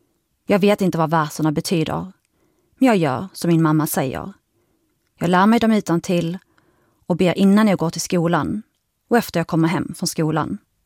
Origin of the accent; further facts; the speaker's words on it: Skåne, Sweden; accent: Scanian; also born or lived in Iraq; Nu ser ni ju inte mig, men jag är kvinna. Det hör man dock. Jag är skåning. Det hörs också, tror jag. Jag är född i Irak.